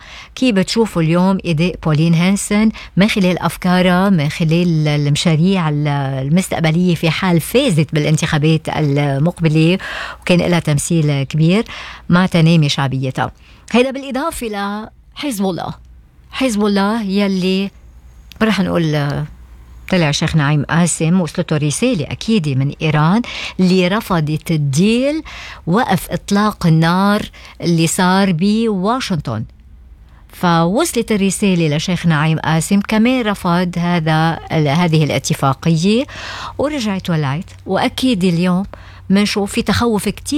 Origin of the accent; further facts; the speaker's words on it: Lebanon; now in Australia; لبنان مثل ما شايفين وضعنا